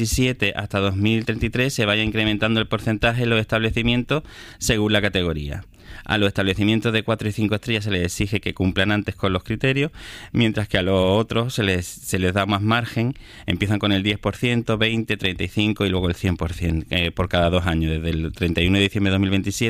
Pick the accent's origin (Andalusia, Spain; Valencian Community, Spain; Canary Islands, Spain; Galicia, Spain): Canary Islands, Spain; Yo no sé, porque no solo somos Canarias